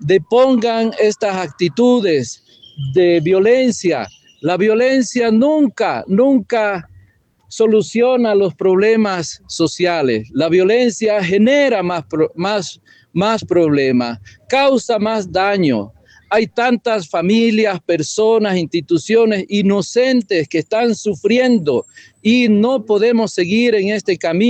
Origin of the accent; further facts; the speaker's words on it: Bolivia; now in Tarija, Bolivia; como bolivianos y bolivianas.